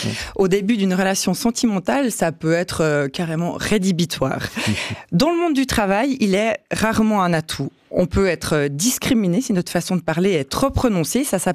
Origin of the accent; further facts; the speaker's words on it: Switzerland; quand j'étais petite, je gommais au maximum mon accent quand j'allais en France, dans la famille de ma maman, parce que, tout simplement, mes cousins se moquaient de moi. À l'âge de 15 ans, l'arrivée au gymnase à Lausanne n'a pas été facile.